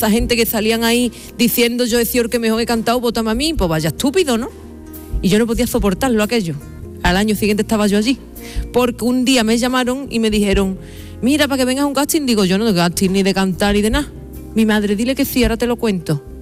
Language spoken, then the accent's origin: Spanish; Jerez, Andalusia, Spain; born there; Claro, porque nací en Jerez.